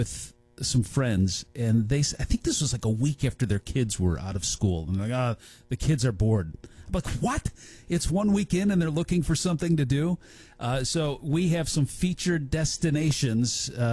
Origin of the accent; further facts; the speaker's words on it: Chicago, Illinois, United States; now in Missouri, United States; and was showing her, this is my hometown